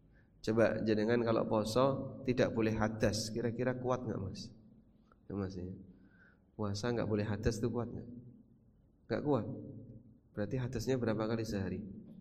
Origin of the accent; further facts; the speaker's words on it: Lamongan, East Java, Indonesia; moved away as an adult; now in Yogyakarta, Indonesia; Saya yang aslinya dari Lamongan sampai SMA lulus